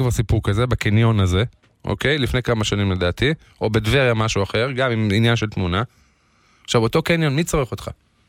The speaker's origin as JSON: {"language": "Hebrew", "town": "Afula", "region": "Northern District", "country": "Israel", "tie": "born or raised there", "said": "אני גם גדלתי באפולה."}